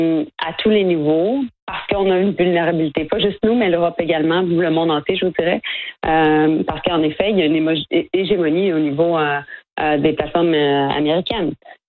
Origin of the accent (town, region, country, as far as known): Canada